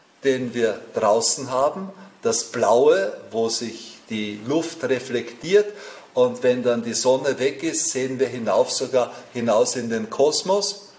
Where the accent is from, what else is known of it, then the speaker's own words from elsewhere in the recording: Austria; Bei uns in Österreich und ich glaube auch in Bayern und in anderen Ländern ein staatlicher Feiertag.